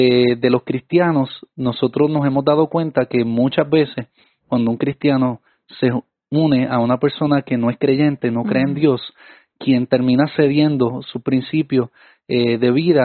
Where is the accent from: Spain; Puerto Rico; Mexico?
Puerto Rico; por lo menos en mi país, en Puerto Rico